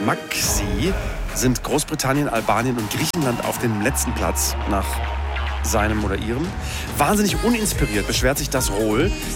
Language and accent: German; Austria; Als Österreicher muss ich sagen, furchtbar.